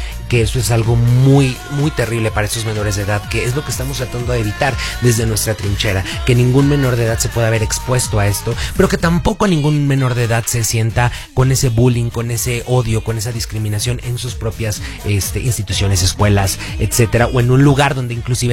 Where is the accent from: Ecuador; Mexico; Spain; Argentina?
Mexico; Somos mexicanos y estamos orgullosos de que nuestra selección